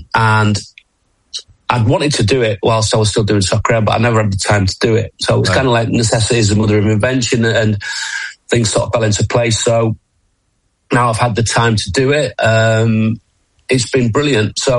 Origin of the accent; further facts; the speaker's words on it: Yorkshire and the Humber, United Kingdom; I'm a Yorkshireman